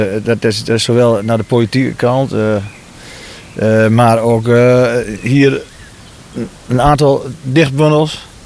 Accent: Drenthe, Netherlands; Dat vind ik als Drent wel eens, doet me dat wel eens pijn.

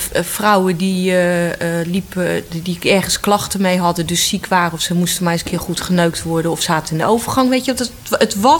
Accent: Utrecht, Netherlands; moved away as an adult; now in Rotterdam, Netherlands; Ik ben op de Oudegracht geboren.

